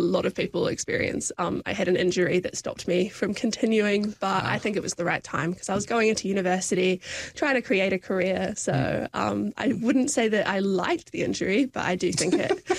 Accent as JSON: {"language": "English", "town": "Dunedin", "region": "Otago", "country": "New Zealand", "tie": "born or raised there", "also_born_or_lived": "Auckland", "said": "I grew up in Dunedin from the age of 6 or 7"}